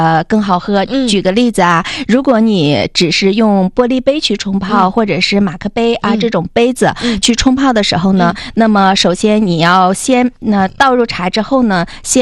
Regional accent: Northeast China, China; 对对对，尤其我们东北人就喜欢干杯

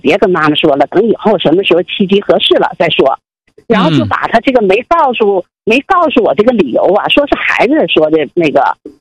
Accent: Changchun, Jilin, China; now in Beijing, China; 我是对，我是那个长春那个大学毕业，后来我现在在北京工作。

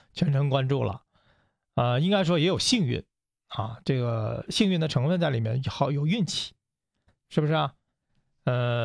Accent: China; 我们中国人连续2年拿到了最高荣誉

